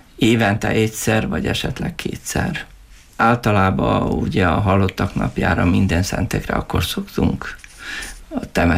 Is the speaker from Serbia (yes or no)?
yes; Vojvodina, Serbia; now in Prekmurje, Slovenia; én tiszaparti származású vagyok